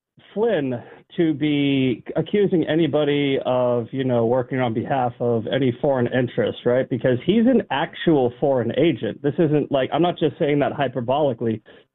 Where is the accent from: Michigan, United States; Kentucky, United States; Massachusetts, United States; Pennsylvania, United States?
Massachusetts, United States; Boston; now in San Antonio, United States; I was actually born and raised in Boston, so I didn't care.